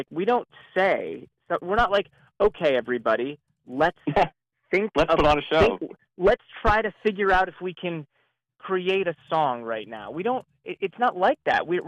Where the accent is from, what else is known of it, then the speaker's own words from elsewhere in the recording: Ohio, United States; I am from Ohio